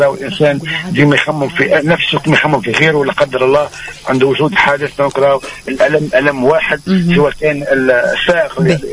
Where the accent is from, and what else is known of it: Tunisia